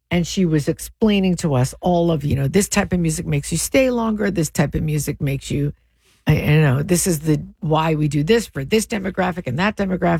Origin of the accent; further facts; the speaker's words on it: Deal, New Jersey, United States; I grew up in Deal. There was one supermarket in my town that was Acme.